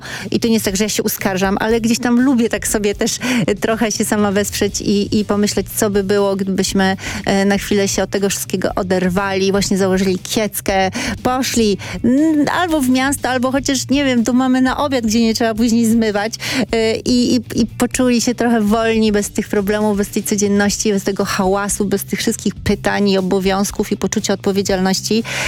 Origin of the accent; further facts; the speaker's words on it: Mielno, West Pomeranian Voivodeship, Poland; moved away; also born or lived in Sopot; ja pochodzę z Mielna. Potem też 10 lat mieszkałam w Sopocie